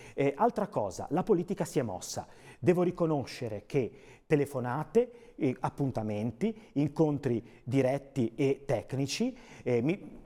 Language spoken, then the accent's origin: Italian; La Spezia, Liguria, Italy; io che vengo da Spezia e sono sindaco di Riccò del Golfo di Spezia